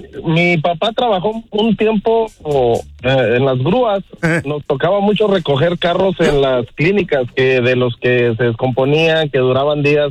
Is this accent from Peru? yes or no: no; Venezuela; Mira, fíjate que soy venezolano, pero no dejo de escuchar la radio con ustedes todo el tiempo.